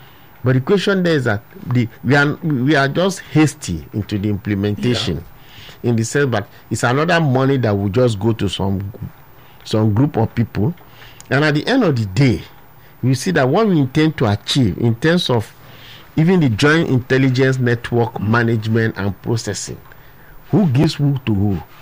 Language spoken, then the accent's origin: English; Cross River, Nigeria; I'm from Cross River